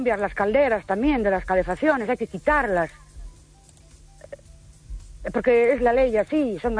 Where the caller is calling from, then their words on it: Ourense, Galicia, Spain; Buenas noches. … de Ourense.